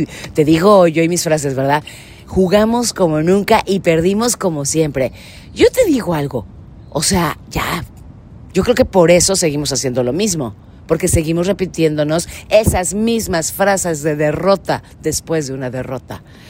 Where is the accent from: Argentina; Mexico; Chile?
Mexico; lo que yo vi como mexicana en el televisor